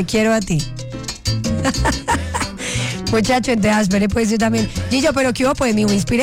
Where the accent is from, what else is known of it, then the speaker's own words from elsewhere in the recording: Cali, Valle del Cauca, Colombia; como yo soy caleña, pues nosotros en Cali tenemos unos canticos dentro de las canciones que no existen en realidad en la letra original